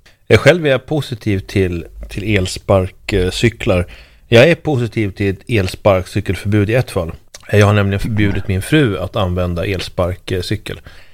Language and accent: Swedish; Uppsala, Uppsala County, Sweden; det är från min hemstad Uppsala